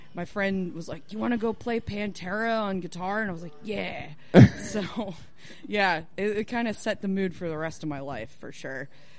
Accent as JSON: {"language": "English", "region": "New Jersey", "country": "United States", "tie": "born or raised there", "also_born_or_lived": "Philadelphia", "moved": "yes", "said": "My growing ups was in North Jersey, and then I moved to Philadelphia."}